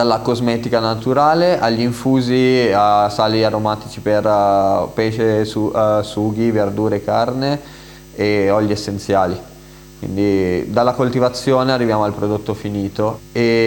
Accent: Milan, Lombardy, Italy; moved away as an adult; now in Carnia, Italy; Io sono originario di Milano e mi sono trasferito in Carnia 2 anni fa

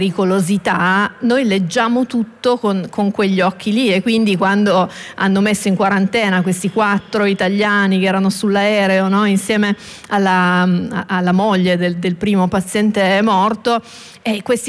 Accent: Turin, Piedmont, Italy; Tra l'altro io sono di Torino e Stamina nasce a Torino da Vannoni

